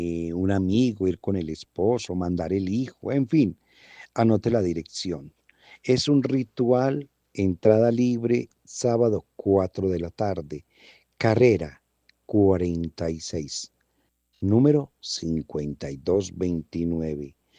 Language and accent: Spanish; Antioquia, Colombia; somos paisas